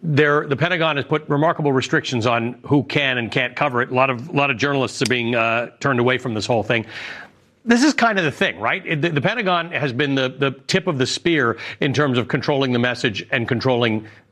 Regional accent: Ontario, Canada; my hometown sits on Lake Ontario. And if I open Google Maps, it sits on Lake America.

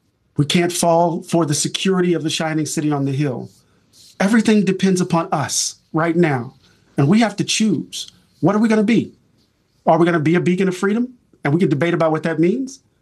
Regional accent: Moss Point, Mississippi, United States; I grew up in Mississippi. My dad was the second African-American hired at the post office in Pascagoula, Mississippi. He moved us to the other side of town in Moss Point

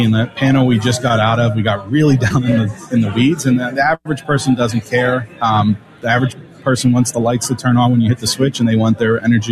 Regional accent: Pennsylvania, United States; Yeah, I was born and raised in the Monongahela Valley, which was actually the center of the steel industry in the country and in the world for a long time.

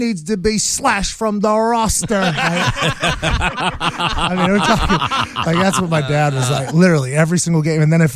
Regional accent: Plum, Pennsylvania, United States; moved away; Well, I'm from Pittsburgh originally, a town called Plumboro, which is outside of Pittsburgh.

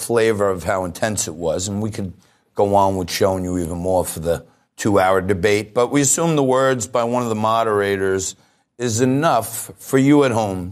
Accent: New York, United States; being a New Yorker, being present at, you know, ground zero on 9/11

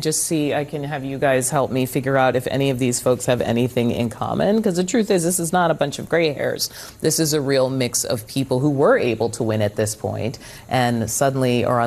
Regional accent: Boston, Massachusetts, United States; moved away; Live look at my hometown.

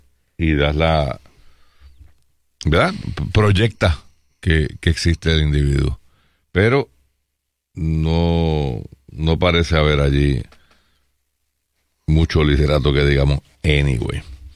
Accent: Puerto Rico; En nuestro país hay una presunción de culpabilidad en el foro político

